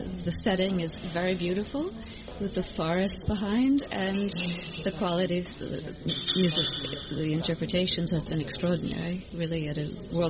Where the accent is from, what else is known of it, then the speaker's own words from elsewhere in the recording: New York, United States; from New York.